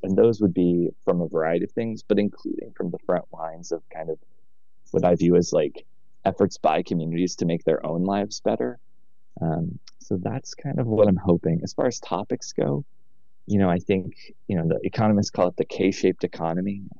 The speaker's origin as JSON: {"language": "English", "town": "Portland", "region": "Oregon", "country": "United States", "moved": "as an adult", "said": "I'm from Portland"}